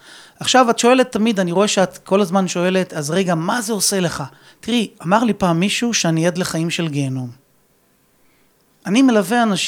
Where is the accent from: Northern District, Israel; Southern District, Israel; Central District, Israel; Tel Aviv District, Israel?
Central District, Israel; Rishon LeZion; born there; אני נולדתי ברמת אליהו, שזו שכונה של ראשון